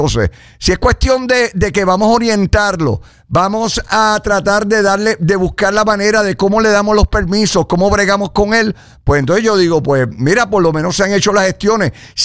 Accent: Puerto Rico; Yo como boricua, lo que puedo quizás decir

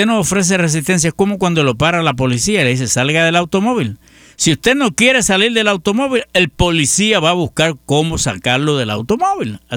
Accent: Puerto Rico; born there; yo soy ciudadano americano desde que nací, porque nací en Puerto Rico.

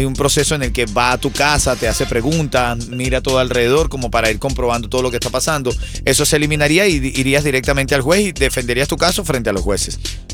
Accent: Venezuela; now in Miami, United States; a nosotros los venezolanos, a mi pueblo en Venezuela, aquí en Miami

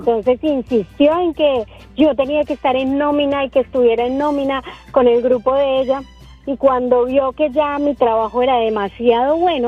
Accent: Colombia; no se les olvide.

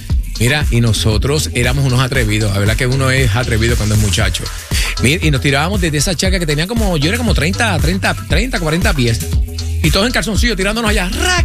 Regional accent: Puerto Rico; moved away; also born or lived in Coamo, Puerto Rico; ya para ese entonces yo me había mudado de mi pueblo natal al pueblo de Coamo, ¿verdad? Donde yo pasé los últimos 6 años en Puerto Rico

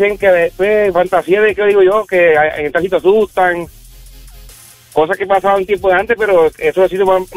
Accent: Puerto Rico; Yo soy criado de la Hacienda Balear

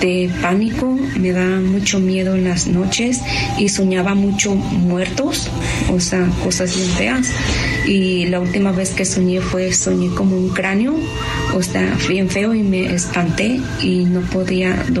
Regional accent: Guadalajara, Jalisco, Mexico; Yo soy de Guadalajara.

